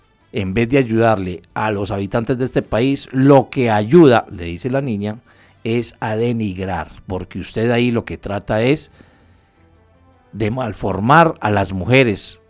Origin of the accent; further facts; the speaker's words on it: Antioquia, Colombia; Como antioqueño y como regionalista que soy, no me iría hasta por allá, sino que me quedaría acá en el departamento.